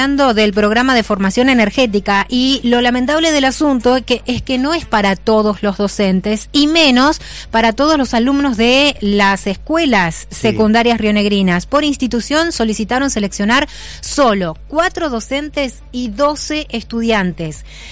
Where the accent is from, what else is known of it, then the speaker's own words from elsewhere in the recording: Neuquén, Argentina; Hola, buenos días, soy de Neuquén